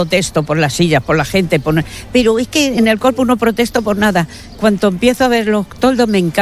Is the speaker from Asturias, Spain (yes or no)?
no; Toledo, Castilla-La Mancha, Spain; Mira, yo soy toledana de pura cepa y no lo puedo resistir